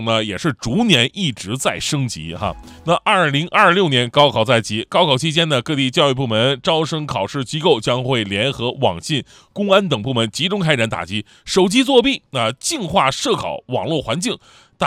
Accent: Northeast China, China; 作为一个东北人

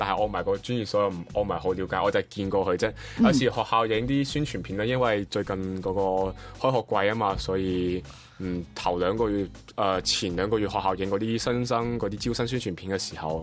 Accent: Macau; 大家好，我系嚟自中国澳门嘅

